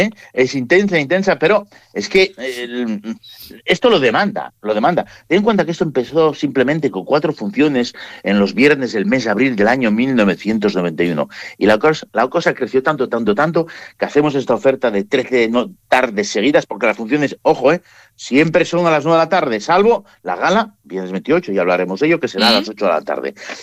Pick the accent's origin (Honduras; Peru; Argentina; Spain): Spain; Asturias; cómo somos los asturianos